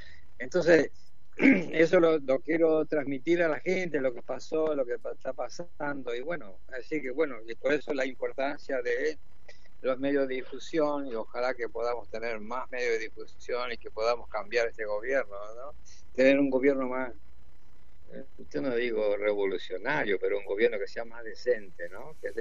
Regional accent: Argentina; Ah, soy de Argentina. Sí, soy de Argentina.

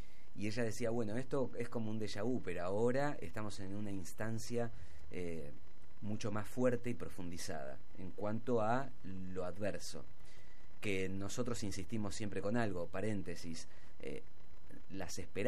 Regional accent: Argentina; Somos argentinos, somos argentinas, vivimos en una nación-estado, pero que tiene una historia.

